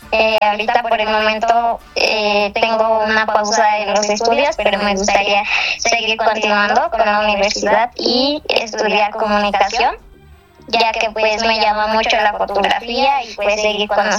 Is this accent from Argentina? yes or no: no; State of Mexico, Mexico; soy del Estado de México